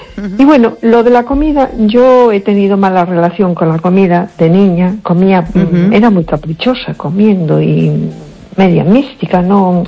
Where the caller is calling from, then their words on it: A Coruña, Galicia, Spain; Hola, buenas noches. … de Coruña.